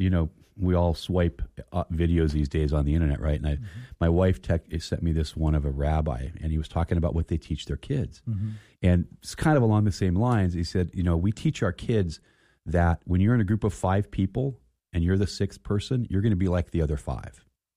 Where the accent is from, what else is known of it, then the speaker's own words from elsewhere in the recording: Phoenix, Arizona, United States; When I was a kid, when I was growing up in Phoenix